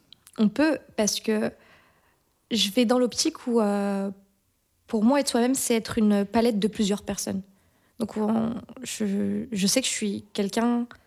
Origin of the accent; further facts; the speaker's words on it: Morocco; born there; moved away; je ne suis pas née ici. Je suis née au Maroc.